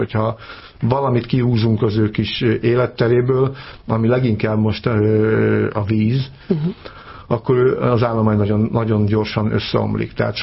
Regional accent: Hungary; amikor még én kisgyerekként Rócsán úgymond gyerekeskedtem

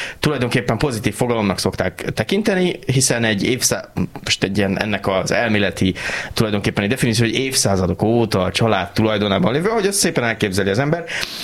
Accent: Zalaegerszeg, Zala, Hungary; én zalaegerszegi származású vagyok

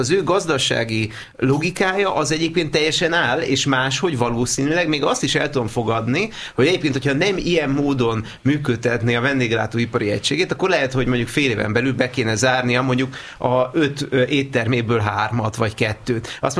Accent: Budapest, Hungary; sétálok a utcákon, ahol felnőttem, szülőkerületemben

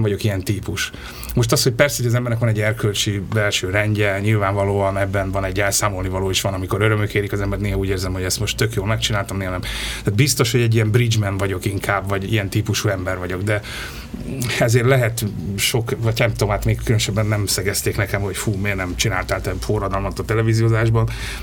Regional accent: Hungary; Most ha itt te születtünk, akkor miért ne vágjuk már egyrészt jó pofát hozzá, másrészt hihetetlen jó helyen élünk.

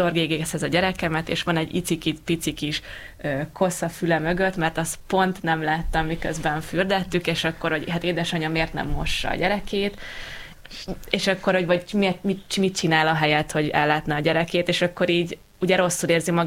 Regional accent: Hungary; Magyarországon élünk, és itt nőttünk fel

